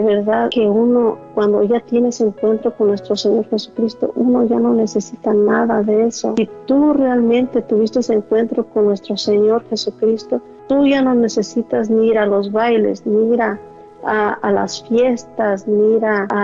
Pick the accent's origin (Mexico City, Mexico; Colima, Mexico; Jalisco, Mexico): Mexico City, Mexico; born there; yo soy del Estado de México, pero la mayor parte de mi vida viví en el DF